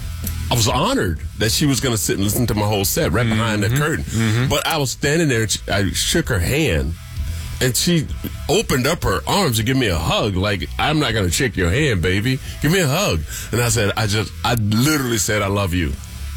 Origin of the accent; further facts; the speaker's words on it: Alabama, United States; I said, I'm from Alabama.